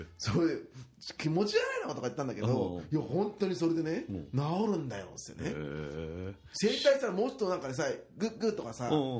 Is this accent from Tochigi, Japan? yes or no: no; Shizuoka, Japan; born or raised there